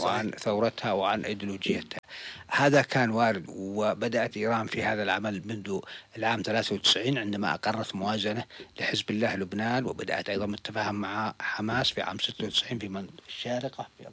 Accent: Yemen; الآن نحن وجها لوجه مع إيران كيمنيين.

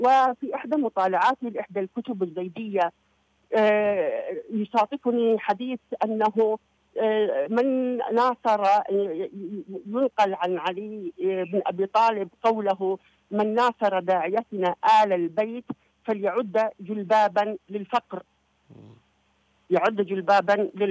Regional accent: Yemen; أننا ملزمين كيمنيين

